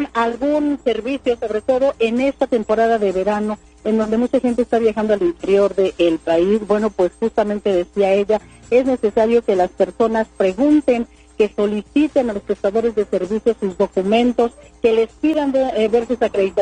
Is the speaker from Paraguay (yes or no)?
no; Puebla, Mexico